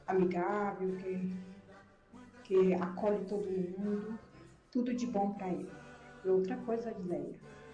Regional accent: Carolina, Maranhão, Brazil; Me lembrou minha adolescência lá na Fazenda Campo Grande, no município de Carolina, Maranhão.

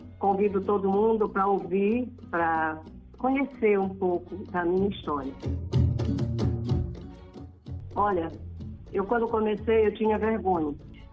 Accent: Amapá, Brazil; sou daqui do Amapá.

